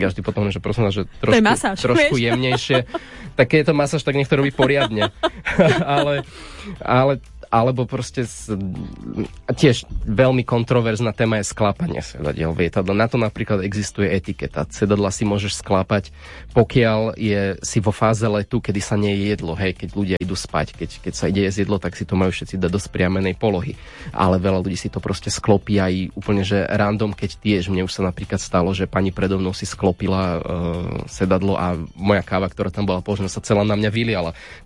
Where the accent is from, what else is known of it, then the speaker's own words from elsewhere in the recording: Bratislava Region, Slovakia; keď som sa narodil v Bratislave, ale potom sme sa presťahovali na dedinu kúsok od Bratislavy a každé ráno ma vozili do školy.